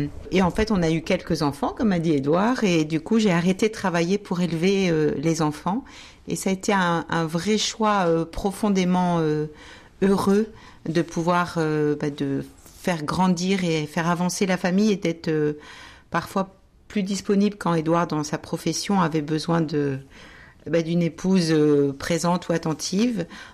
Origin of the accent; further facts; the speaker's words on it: Concarneau, Brittany, France; born there; parce que je suis née à Concarneau, en Bretagne, et nous avions une partie de la famille qui était ici.